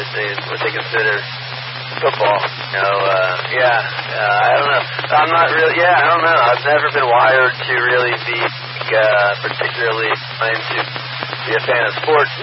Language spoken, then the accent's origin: English; Philadelphia, Pennsylvania, United States; growing up in Philadelphia